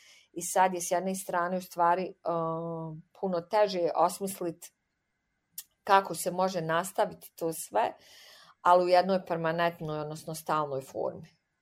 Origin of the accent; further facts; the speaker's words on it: Banja Luka, Republika Srpska, Bosnia & Herzegovina; Jer ja nisam iz Srebrenice, ja sam iz Banja Luke